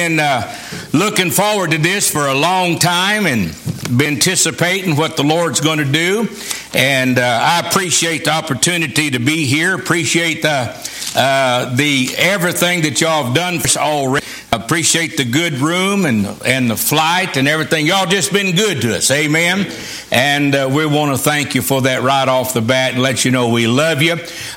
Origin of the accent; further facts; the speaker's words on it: Durant, Oklahoma, United States; I am from Durant, Oklahoma.